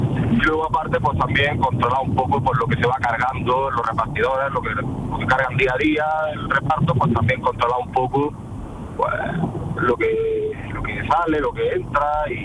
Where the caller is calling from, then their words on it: Granada, Andalusia, Spain; Pues yo soy de Granada y vivo en un pueblo pequeñito, que es Vélez de Benaudalla